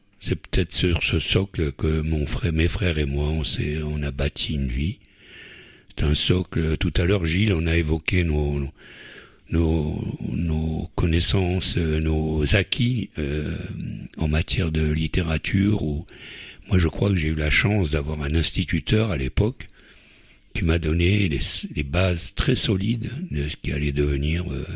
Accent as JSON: {"language": "French", "country": "Algeria", "moved": "yes", "said": "Ben écoutez, je viens d'Algérie, j'ai quitté ce pays en 1962 dans les conditions que nous connaissons."}